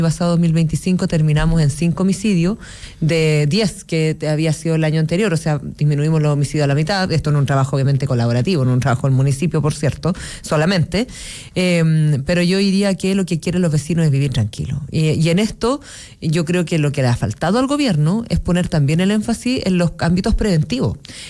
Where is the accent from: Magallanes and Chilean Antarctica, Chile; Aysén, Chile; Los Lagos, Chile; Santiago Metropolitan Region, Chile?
Santiago Metropolitan Region, Chile; Santiago; yo soy de toda la vida de Quinta Normal. Yo nací en Quinta Normal, vivo en Quinta Normal.